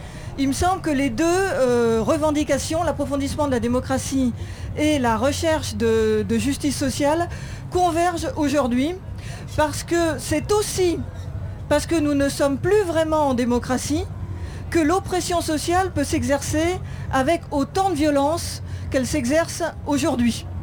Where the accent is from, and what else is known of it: France